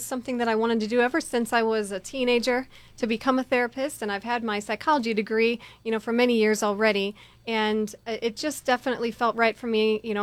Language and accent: English; Indiana, United States; now in Las Vegas, United States; I love Las Vegas, even though I'm originally from Indiana. I've been out here since 2010, and I'm definitely here to stay.